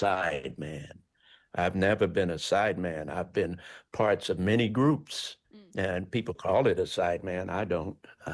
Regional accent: Baltimore, Maryland, United States; I'm from Baltimore, which is like 30 miles apiece.

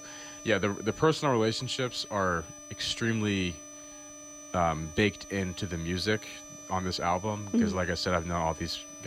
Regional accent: Philadelphia, Pennsylvania, United States; moved away as an adult; now in New York City, United States; I met all of them growing up in Philadelphia.

